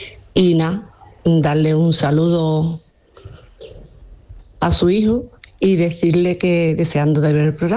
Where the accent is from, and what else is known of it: Lepe, Andalusia, Spain